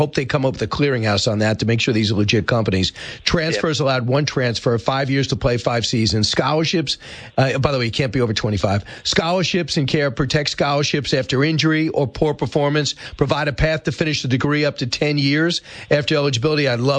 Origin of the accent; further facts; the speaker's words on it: New York, United States; outside where I grew up in Long Island